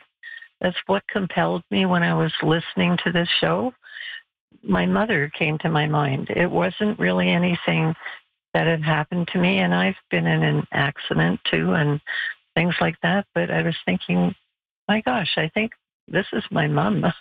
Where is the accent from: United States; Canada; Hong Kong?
Canada; Montreal, Quebec; We are from Montreal